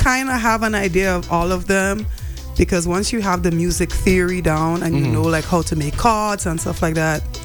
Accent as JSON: {"language": "English", "region": "Nord-Est", "country": "Haiti", "said": "Well, I'm from the Northeast. Uh-huh. Big up to the whole of the Northeast."}